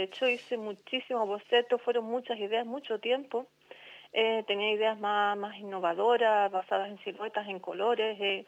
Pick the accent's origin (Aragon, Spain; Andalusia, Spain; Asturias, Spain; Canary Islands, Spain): Canary Islands, Spain; nos une como canarios.